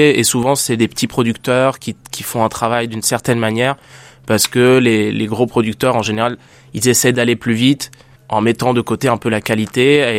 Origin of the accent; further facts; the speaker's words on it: Italy; J'ai décidé de la nommer ricotta parce que je suis italien et je trouvais que la texture, ça rappelait la ricotta.